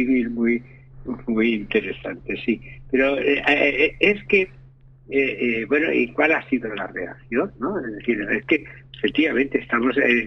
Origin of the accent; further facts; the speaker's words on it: Tarragona, Catalonia, Spain; born there; now in Almería, Spain; Yo nací en Tarragona, yo soy catalán, pero yo no puedo votar en Cataluña, yo no puedo votar por mi ciudad, ni puedo votar en las autonómicas catalanas.